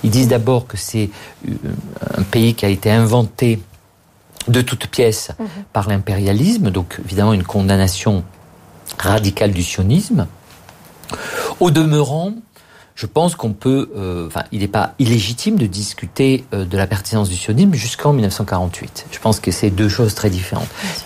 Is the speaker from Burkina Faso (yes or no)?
no; France; moi je suis français